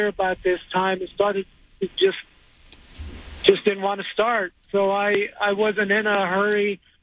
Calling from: Castle Rock, Colorado, United States; I'm from Castle Rock

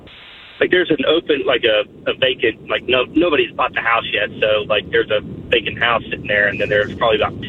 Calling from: Florida, United States; I live down here in Florida

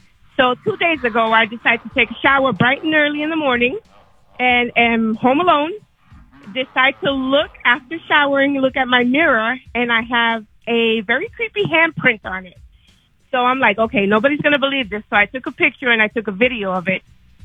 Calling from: St. Cloud, Florida, United States; So I live in St. Cloud. My house is 111 years old. I am the third owner.

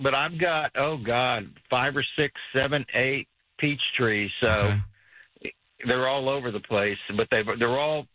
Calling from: Spring Branch, Texas, United States

